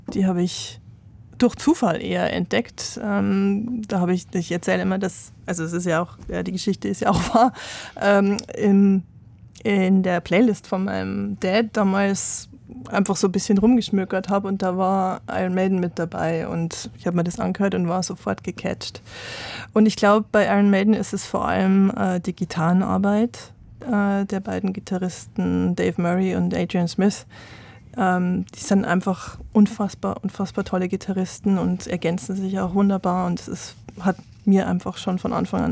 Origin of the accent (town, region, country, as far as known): Bavaria, Germany; born or raised there